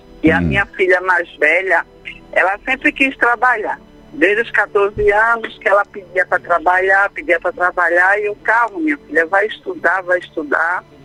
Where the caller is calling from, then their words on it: Tracunhaém, Pernambuco, Brazil; Eu falo de Tracunhaém.